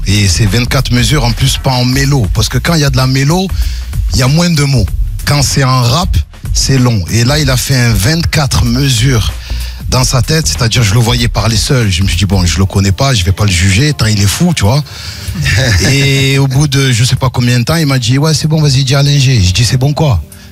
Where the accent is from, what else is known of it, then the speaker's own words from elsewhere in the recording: Marseille, Provence-Alpes-Côte d'Azur, France; En tant que Marseillais, on se comprend.